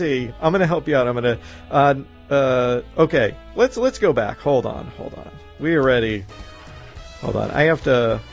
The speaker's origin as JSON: {"language": "English", "town": "New York City", "region": "New York", "country": "United States", "tie": "born or raised there", "said": "when I was growing up on Staten Island"}